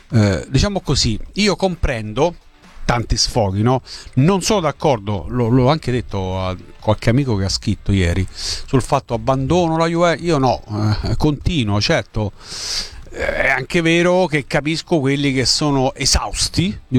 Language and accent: Italian; Abruzzo, Italy; io sono nato e cresciuto in Abruzzo, quindi già un po' diverso il discorso